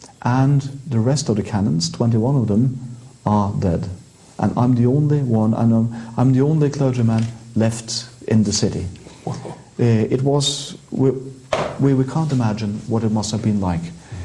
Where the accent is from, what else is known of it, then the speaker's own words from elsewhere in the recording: Norway; first language Norwegian; English is a second language; And I then do it in my native language, Norwegian.